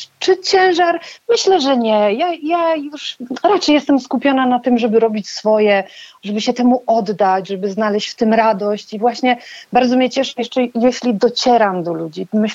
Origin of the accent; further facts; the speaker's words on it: Wuppertal, North Rhine-Westphalia, Germany; moved away as an adult; also born or lived in Croatia / Madrid; now in Pomerania, Poland; Ja mieszkałam, raczej dorastałam w Wuppertalu. Mieszkałam później też w Chorwacji, w Madrycie, dobra, ale obecnie jestem w Polsce i już stąd się nie wybieram.